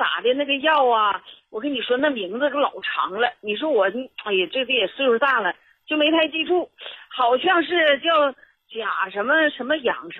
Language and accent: Chinese; Northeast China, China; 哎，我这东北人呐，咱们东北人说话吧，他就是直